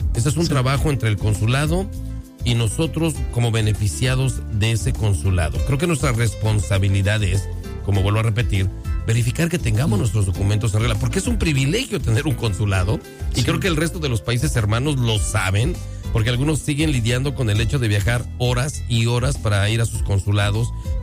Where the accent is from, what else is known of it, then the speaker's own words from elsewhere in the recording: Mexico; al igual que nosotros como mexicanos